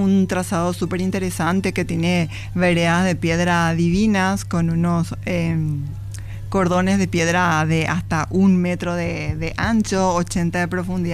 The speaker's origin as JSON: {"language": "Spanish", "country": "Paraguay", "said": "Todos somos paraguayos"}